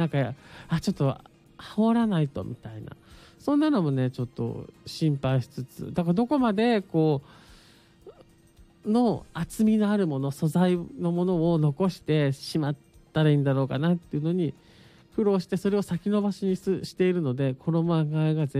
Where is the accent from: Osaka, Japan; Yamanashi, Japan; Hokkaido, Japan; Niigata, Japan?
Yamanashi, Japan; now in Tokyo, Japan; 私が出ました山梨県にね、